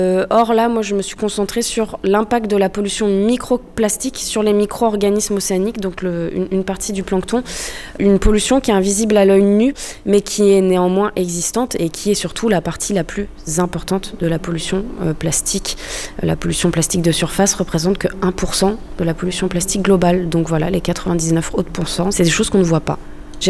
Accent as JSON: {"language": "French", "region": "Brittany", "country": "France", "tie": "born or raised there", "said": "Je suis originaire de Bretagne. Je vis depuis 3-4 ans à Saint-Malo."}